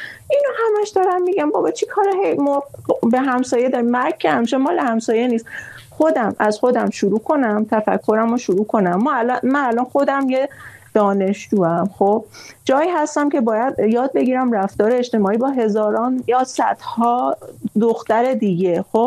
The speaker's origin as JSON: {"language": "Persian", "country": "Iran", "said": "همه ما ایرانیام"}